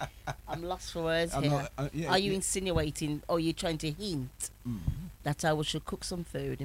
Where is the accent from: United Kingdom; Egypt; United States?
United Kingdom; Walsall, West Midlands; I'm from Walsall.